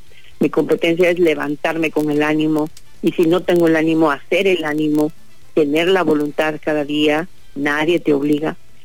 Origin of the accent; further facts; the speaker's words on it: Comalcalco, Tabasco, Mexico; yo soy de la Chontalpa, de la perla